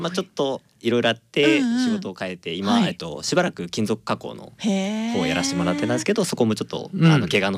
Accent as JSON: {"language": "Japanese", "town": "Nonoichi", "region": "Ishikawa", "country": "Japan", "tie": "born or raised there", "also_born_or_lived": "Kanazawa", "said": "はい、高校も野々市の明倫高校"}